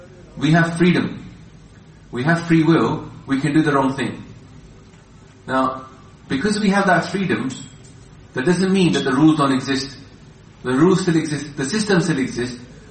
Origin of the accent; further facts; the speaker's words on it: India; When I grew up in India, and over there you could see where the meat came from.